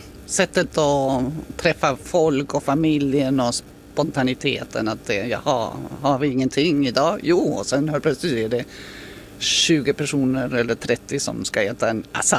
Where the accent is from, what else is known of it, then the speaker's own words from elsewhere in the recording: Argentina; moved away as an adult; now in Köping, Sweden; Ja, jag är född och uppvuxen i Argentina och har bott där hela mitt liv. Och sen var det ekonomisk kris i början av 2000-talet och då flyttade vi till Sverige.